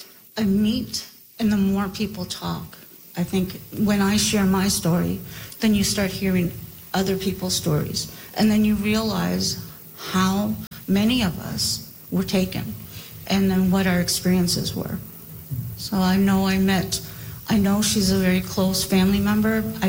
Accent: Summerside, Prince Edward Island, Canada; Growing up in a non-Indigenous family I grew up in Summerside. I didn't fit in there.

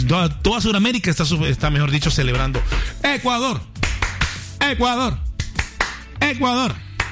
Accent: Colombia; Ecuatoriano, me siento más ecuatoriano que nunca, pero bueno, colombiano.

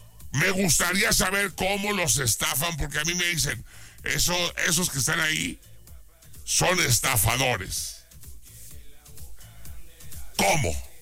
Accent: Guadalajara, Jalisco, Mexico; Por ejemplo, yo soy de Guadalajara y no me vayan a creer que ando rateando.

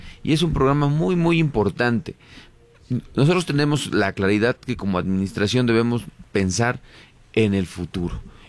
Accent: Mexico; pero la verdad creo que festejaron mucho nosotros como mexicanos, claro.

